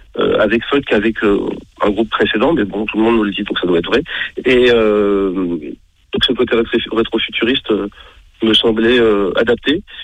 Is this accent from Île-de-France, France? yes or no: yes; Sarcelles, Île-de-France, France; Sarcelles, ma ville natale